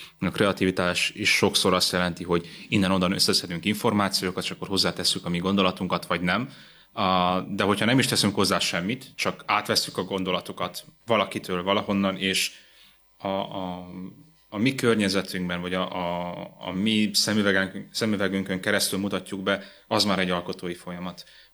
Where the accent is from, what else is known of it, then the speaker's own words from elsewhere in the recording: Galambod, Mureș County, Romania; now in Cluj-Napoca, Romania; ott éltem Marosvásárhelyen, nőttem fel, de Marosvásárhely mellett a Galambodon, megemlítem Galambodot, mert nagyon kevesen élnek a faluban, úgyhogy halljanak így többen is Galambodról, nagyon szép kis falu. Ott nőttem fel, és talán 11-12-es koromban beszéltem a legszebben magyarul